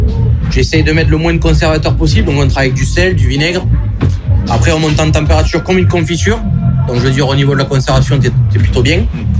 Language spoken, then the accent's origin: French; Mudaison, Occitanie, France; Moi je suis à côté, je suis de Mudaison